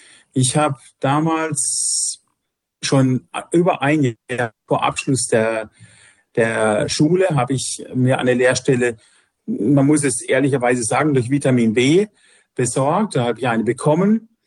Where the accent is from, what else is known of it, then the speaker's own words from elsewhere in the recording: Freiburg, Baden-Württemberg, Germany; born there; also born or lived in Stuttgart; Gebürtig komme ich aus Freiburg und habe dann auch für mich da allein gelebt.